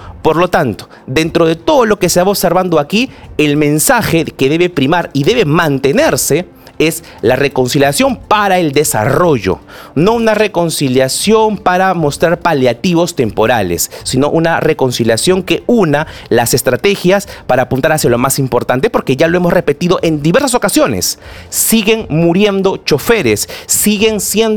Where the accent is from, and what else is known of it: Peru